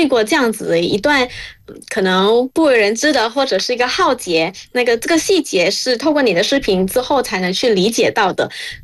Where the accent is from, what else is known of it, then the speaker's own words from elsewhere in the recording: Malaysia; moved away as an adult; now in Beijing, China; 作为一个土生土长的马来西亚华人